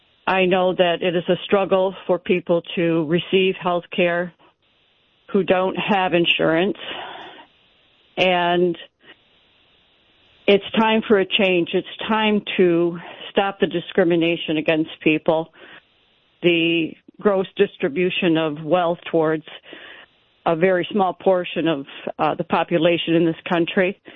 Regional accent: Flint, Michigan, United States; That's not how I grew up in Flint, Michigan.

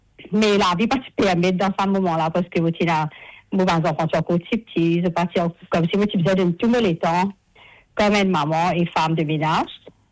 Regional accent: Rose Hill, Mauritius; moved away as an adult; now in Sydney, Australia; À Maurice, moi, j'habite à Roseville, plus précisément, partie Stanley.

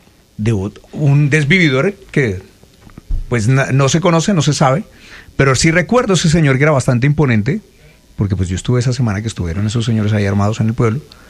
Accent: Mapiripán, Meta, Colombia; moved away; Y precisamente yo que vengo de Maperipán y salí después de la masacre

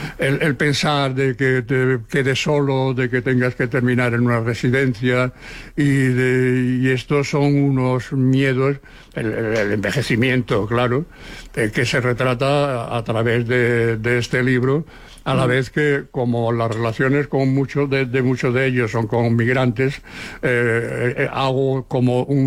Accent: Seville, Andalusia, Spain; now in Barcelona, Spain; nosotros cuando vinimos de Sevilla

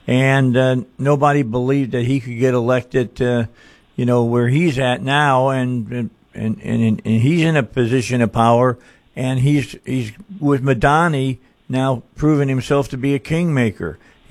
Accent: Indiana, United States; I mean, I'm from Indiana.

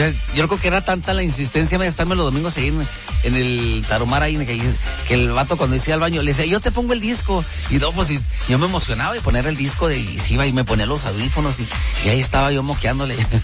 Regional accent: Chihuahua, Mexico; No, pues que yo vengo de Chihuahua.

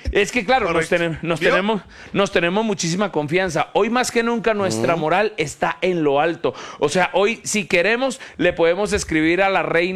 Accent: Colombia; Nosotros como colombianos

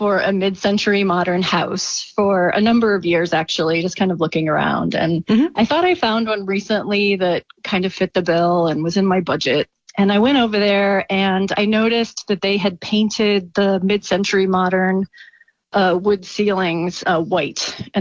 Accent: Ann Arbor, Michigan, United States; I'm from Ann Arbor, Michigan.

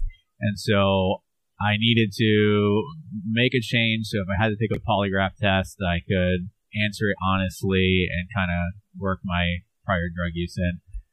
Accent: Florida, United States; I grew up here in Florida and just had a party.

